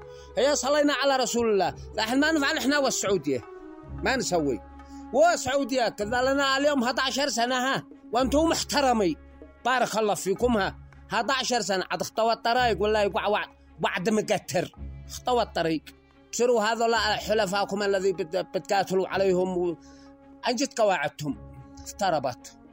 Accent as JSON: {"language": "Arabic", "country": "Yemen", "said": "بالنسبة لنا احنا كشعب يمني حاضرين جاهزين مستعدين ذا الحين"}